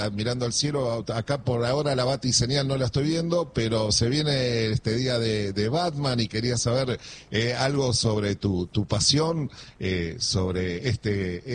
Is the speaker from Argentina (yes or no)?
yes; Argentina; born there; para nosotros que nacimos en Argentina